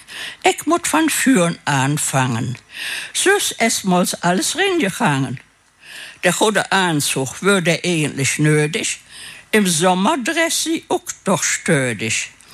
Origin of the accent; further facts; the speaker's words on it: Gummersbach, North Rhine-Westphalia, Germany; accent: Gummersbacher Platt; ich komme aus dem Oberbergischen